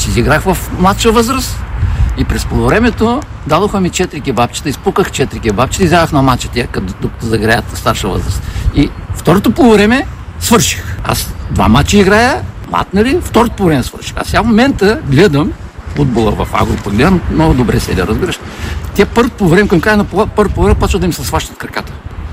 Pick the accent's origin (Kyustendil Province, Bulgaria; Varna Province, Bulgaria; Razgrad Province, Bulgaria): Razgrad Province, Bulgaria; Podeyva; Да, Подейва, до Изпирих, 10 км сме от Изпирих.